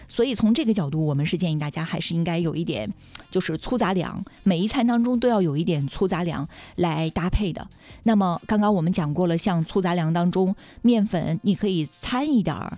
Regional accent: Northeast China, China; 咱们东北人

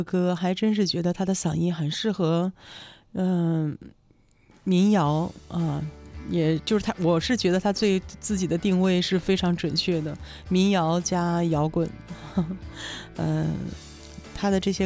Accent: Dalian, Liaoning, China

